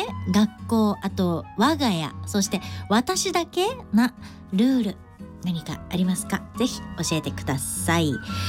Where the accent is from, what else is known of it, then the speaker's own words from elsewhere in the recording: Hyogo, Japan; 私もその地元兵庫県